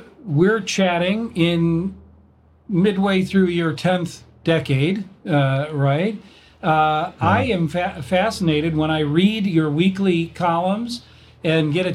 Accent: Rock Island, Illinois, United States; I grew up in Rock Island.

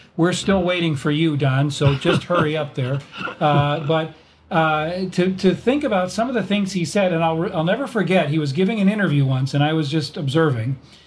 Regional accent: Rock Island, Illinois, United States; I grew up in Rock Island.

